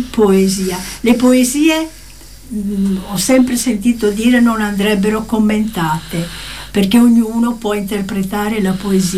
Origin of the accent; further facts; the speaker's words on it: Venice, Veneto, Italy; born there; io sono nata a Piscina San Martino